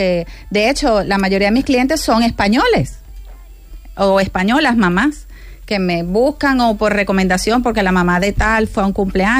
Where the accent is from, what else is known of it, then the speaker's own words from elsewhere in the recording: Venezuela; moved away as an adult; now in Huelva, Spain; yo soy de Venezuela, pero ya tengo muchísimos años aquí.